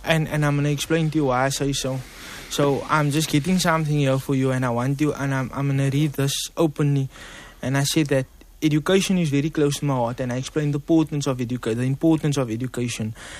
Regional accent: Mitchell's Plain, Western Cape, South Africa; I'm from Mitchell's Plain, so I'm automatically a collegian.

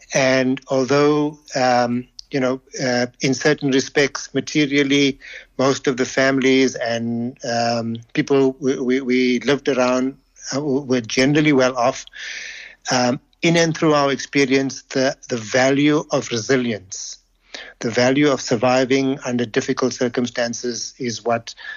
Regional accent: Johannesburg, Gauteng, South Africa; moved away as an adult; also born or lived in Polokwane / Kliptown / Durban / London; now in Cape Town, South Africa; And then through group areas act was moved to Lanesia, where I spent most of my youth. And then I also spent a year studying in Durban, and then returned to Lanesia and spent most of my adult life in Johannesburg

